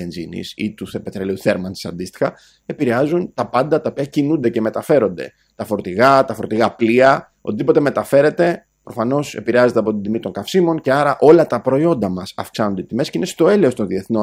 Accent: Greece; πάνω απ' όλα σαν Έλληνες στηρίζουμε την ελεύθερη ναυσιπλοεία

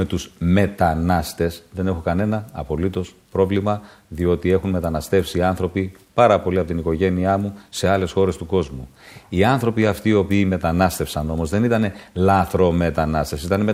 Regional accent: Greece; moved away; Εγώ, ο ίδιος μετανάστης

